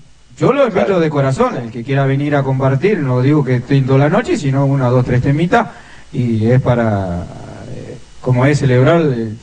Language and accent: Spanish; Las Palmeras, Argentina; moved away as an adult; Yo soy de Las Pagos, de Las Palmeras, pero bueno, o sea, hace 6 años que estoy viviendo acá